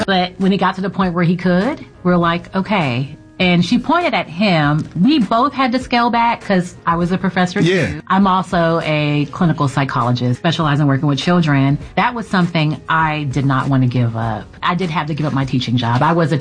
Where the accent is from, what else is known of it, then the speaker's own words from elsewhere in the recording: Houston, Texas, United States; I'm actually from Houston, so I grew up listening to you.